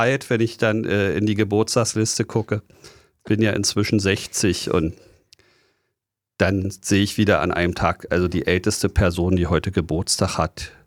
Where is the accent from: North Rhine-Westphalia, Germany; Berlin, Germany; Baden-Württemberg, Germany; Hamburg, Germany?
Berlin, Germany; moved away as an adult; also born or lived in Wokuhl, Mecklenburg; now in Rostock, Germany; Früher, so am Anfang, war ich in einem ziemlich großen Dorf. Also da komme ich her, aus Berlin, aus dem Prenzlauer Berg. Da bin ich groß geworden.